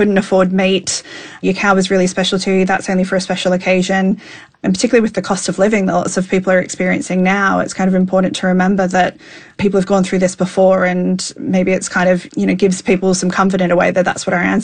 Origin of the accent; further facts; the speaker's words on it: Australia; I come from Australia